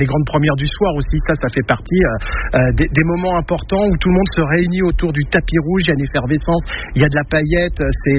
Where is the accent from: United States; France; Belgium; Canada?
France; Le cinéma américain qui est mythique pour nous, chez nous, en France, est-ce que le cinéma français est aussi mythique aux États-Unis?